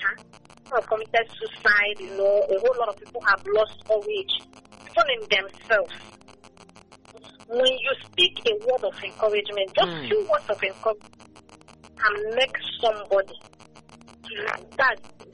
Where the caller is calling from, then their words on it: Aba, Abia, Nigeria; I'm calling from Abba.